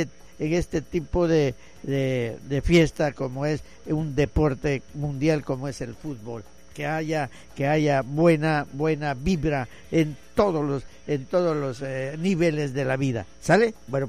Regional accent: Mexico; Nosotros somos mexicanos

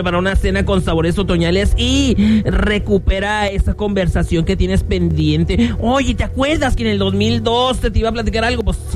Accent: Sinaloa, Mexico; Menos si soy de Sinaloa.

